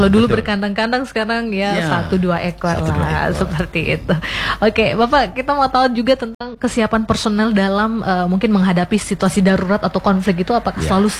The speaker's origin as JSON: {"language": "Indonesian", "region": "East Nusa Tenggara", "country": "Indonesia", "said": "karena ini terkait dengan budaya kita sebagai orang Sumba."}